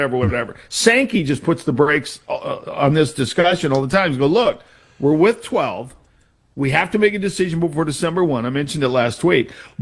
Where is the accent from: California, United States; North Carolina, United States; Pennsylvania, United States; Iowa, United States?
Iowa, United States; because it just reminds me of growing up in Iowa.